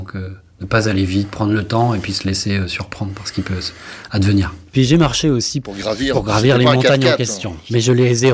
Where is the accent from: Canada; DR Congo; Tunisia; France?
France; Vilaine valley, Brittany; Je suis pas du tout un enfant de la montagne. J'ai grandi en Bretagne, en Haute-Bretagne, entre Rennes et Redon, dans la vallée de la Vilaine. Autant dire que c'est pas les Alpes.